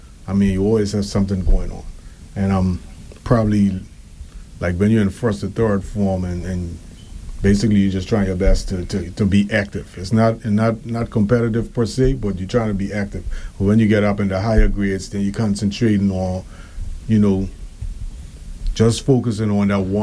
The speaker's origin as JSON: {"language": "English", "town": "Cockburn Town", "country": "Turks & Caicos Islands", "tie": "born or raised there", "said": "when we were growing up in Grand Turk"}